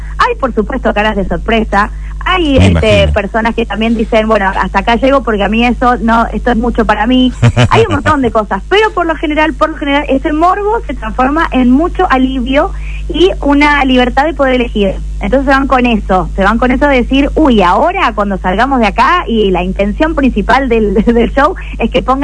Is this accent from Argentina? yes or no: yes; Mendoza, Argentina; Sí, yo soy de acá de Mendoza. He vivido muchos años afuera y tengo un acento medio raro.